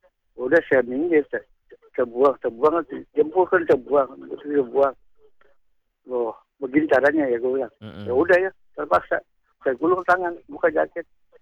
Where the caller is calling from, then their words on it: Menteng, Jakarta, Indonesia; Gue anak Menteng